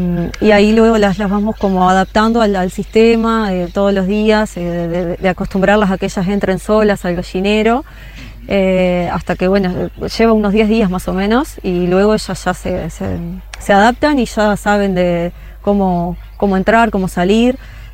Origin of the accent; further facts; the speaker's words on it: Sarandí del Yí, Durazno, Uruguay; moved away as an adult; now in Estación Chileno, Uruguay; yo soy oriunda de Sarandí del Xi, viví en Durazno también, y bueno, luego que nos casamos con Gonzalo, me vine a vivir acá.